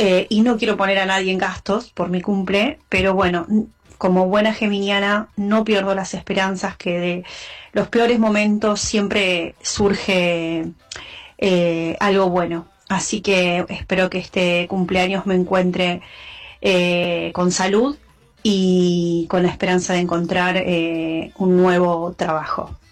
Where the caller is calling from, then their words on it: Buenos Aires, Argentina; de Lugano.